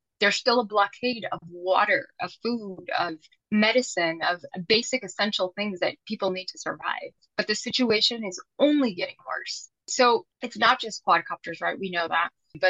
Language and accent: English; United States; I'm an American mother. I'm a doctor. I have three small children of my own.